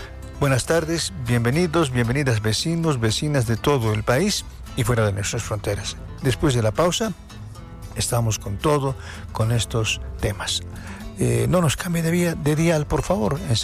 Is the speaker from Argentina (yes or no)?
no; Bolivia; como buenos ciudadanos y como buenos bolivianos.